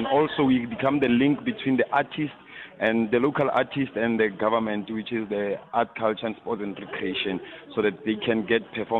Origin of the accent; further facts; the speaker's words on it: Koster, North West, South Africa; I come from Koster in Rustenburg Northwest, Bojanala District.